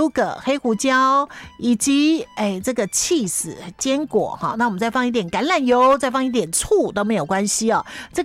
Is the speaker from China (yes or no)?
no; Taiwan; 我想要吃那个比较挡靠不一样，我台湾人